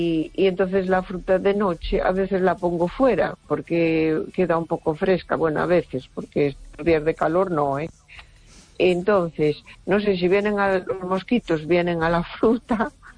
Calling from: A Coruña, Galicia, Spain; de Coruña.

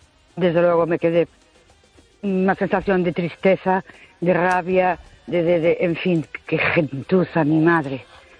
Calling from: Ourense, Galicia, Spain; de Ourense.

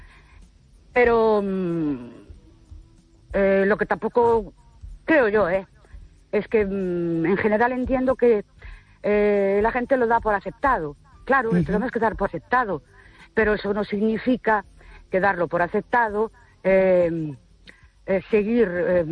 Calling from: Ourense, Galicia, Spain; Buenas noches … de Ourense.

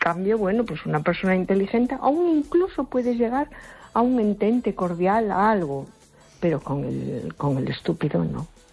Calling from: A Coruña, Galicia, Spain; de Coruña.

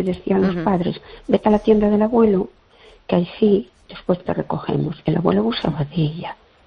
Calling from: Fene, Galicia, Spain

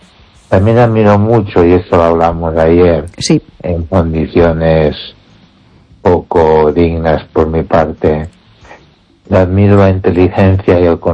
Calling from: Ourense, Galicia, Spain; de Orense.

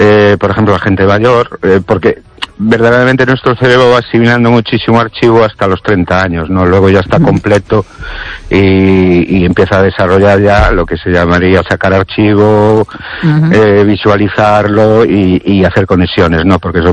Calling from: Ourense, Galicia, Spain; Buenas noches, Esther y oyentes … de Orense.

